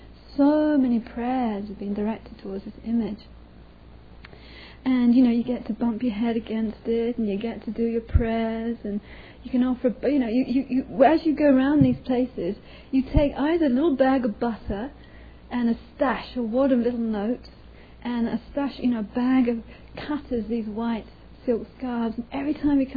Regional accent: England, United Kingdom; born or raised there

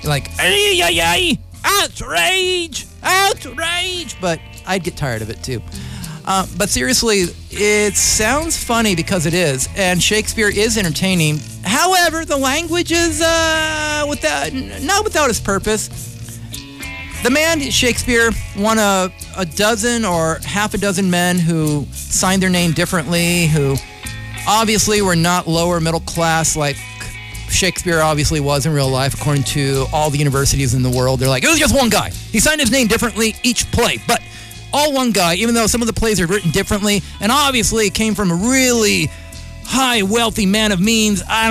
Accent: California, United States; I'm not British. I'm not Anglo enough to know what Gloucester is actually supposed to be pronounced. I'm Californian, man.

